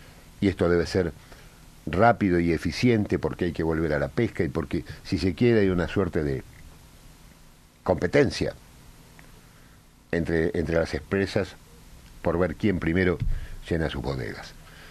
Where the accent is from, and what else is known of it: Argentina